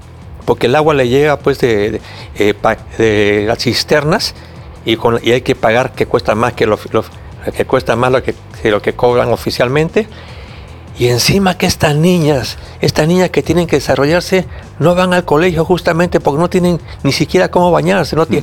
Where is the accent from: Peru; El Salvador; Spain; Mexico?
Peru; Lima; born there; Yo soy nacido en el RIMAC, en la calle Virú 143, Aramba. Altos, a una cuadra de...